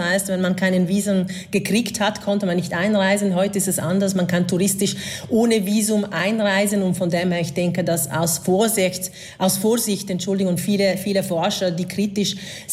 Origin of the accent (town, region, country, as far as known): Venice, Veneto, Italy